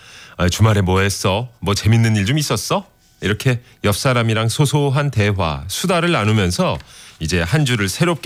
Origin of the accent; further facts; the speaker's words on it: Seoul, South Korea; 제가 태어난 곳은 잠실 아파트 단지가 건너다 보이던 성동구 자양동입니다. 형편이 그리 넉넉지 않아서 어머니가 차려주시는 평범한 밥상을 먹고 자랐죠.